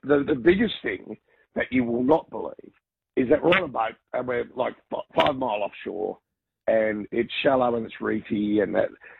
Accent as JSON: {"language": "English", "town": "Sydney", "region": "New South Wales", "country": "Australia", "tie": "born or raised there", "said": "I'm 63, so I grew up on Bondi Beach"}